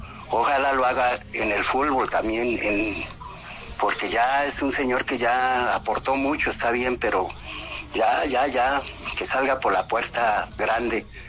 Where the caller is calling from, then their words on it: Popayán, Cauca, Colombia; Buenas noches desde Popayán.